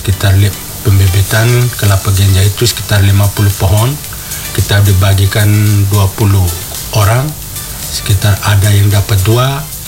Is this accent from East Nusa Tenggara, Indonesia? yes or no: yes; Ende, East Nusa Tenggara, Indonesia; Kita dari Kelurahan Rewarangga Selatan.